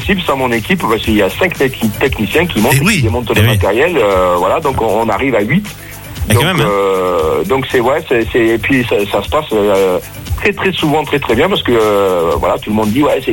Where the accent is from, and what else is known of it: Occitanie, France; born there